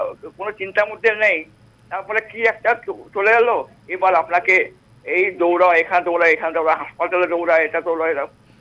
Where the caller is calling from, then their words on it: Udaipur, Tripura, India; আমি উদয়পুর থেকে